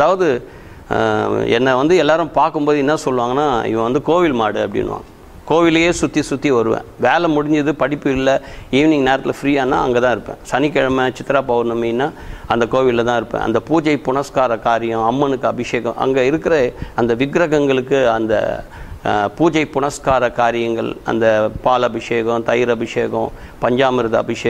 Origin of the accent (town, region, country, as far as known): Chennai, Tamil Nadu, India; born or raised there